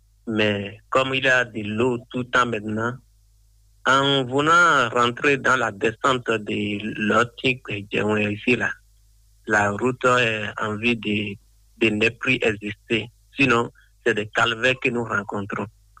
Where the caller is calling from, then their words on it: Avrankou, Ouémé, Benin; Je suis à Vrancourt